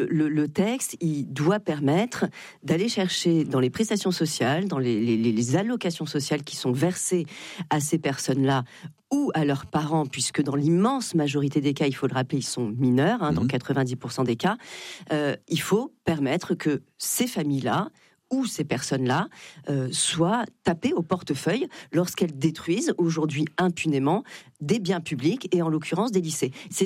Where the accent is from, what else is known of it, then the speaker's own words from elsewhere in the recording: Nantes, Pays de la Loire, France; Je suis nantaise